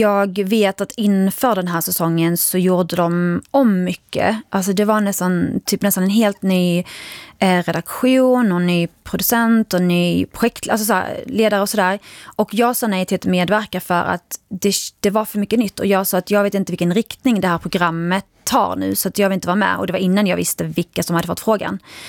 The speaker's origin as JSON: {"language": "Swedish", "country": "Sweden", "said": "Men vi som är barn till föräldrar som har immigrerat, alltså vi blir ju svenskar."}